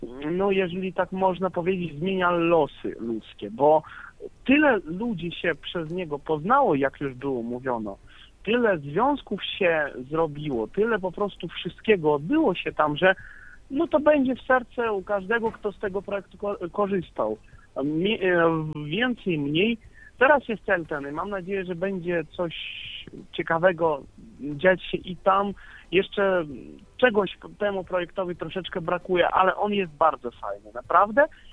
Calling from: Russia

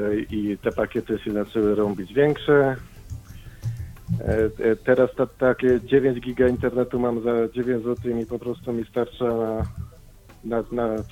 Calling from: Sosnowiec, Silesian Voivodeship, Poland; u mnie w Sosnowcu

